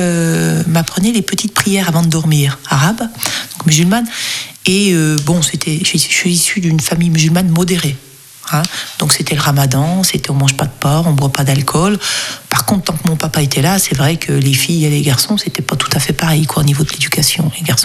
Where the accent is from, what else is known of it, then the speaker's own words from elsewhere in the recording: Saint-Claude, Bourgogne-Franche-Comté, France; à Saint-Claude, de ville où je suis née, dans le Haut-Jura, communauté musulmane très très importante.